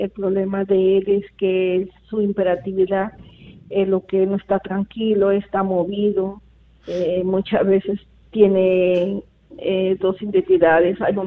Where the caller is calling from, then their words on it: Lambayeque, Peru; Soy de Lambayeque, de Pueblo Joven San Martín.